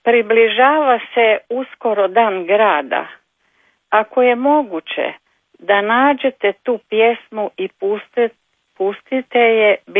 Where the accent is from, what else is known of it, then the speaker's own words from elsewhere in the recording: Zagreb, City of Zagreb, Croatia; Rođena sam u Zagrebu i veoma volim svoj grad. Nikad ga nisam napuštala, osim kod odlaska na godišnji odmor.